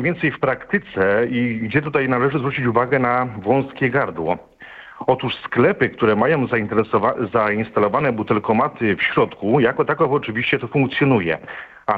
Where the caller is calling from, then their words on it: Łódź, Łódź Voivodeship, Poland; jestem z Łodzi